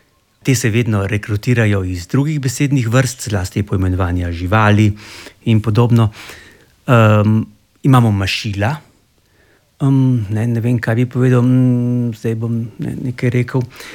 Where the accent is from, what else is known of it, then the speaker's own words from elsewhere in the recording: Ljubljana, Central Slovenia, Slovenia; Jaz sem, rojen sem v Tacnu, oziroma mladost se preživljal v Tacnu, pod Šmarno goro in tam je zraven teče reka Sava.